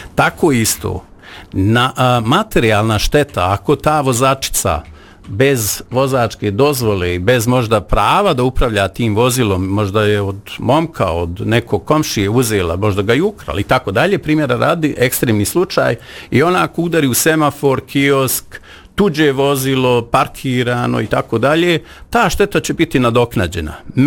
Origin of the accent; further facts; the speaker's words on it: Bosnia & Herzegovina; Ja govorim narodnim riječnikom, inače kao atipični Bosanac